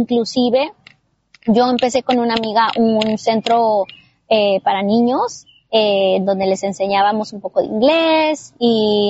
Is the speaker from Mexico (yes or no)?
yes; Torreón, Coahuila, Mexico; moved away as an adult; Yo soy del norte de México. Yo crecí.